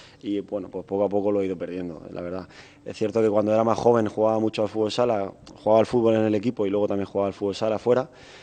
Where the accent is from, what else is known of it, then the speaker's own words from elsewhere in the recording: Murcia, Region of Murcia, Spain; born there; Yo nací en Murcia